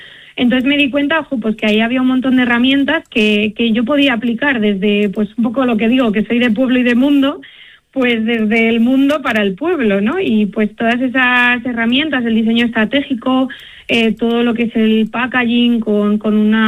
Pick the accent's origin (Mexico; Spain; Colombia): Spain; Castile and León; un pueblo de la zona del Valle del Tietar, que es de donde soy yo